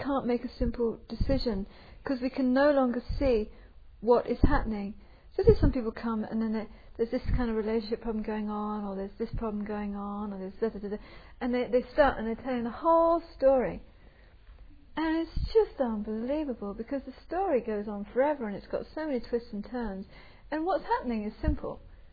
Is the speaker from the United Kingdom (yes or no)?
yes; England, United Kingdom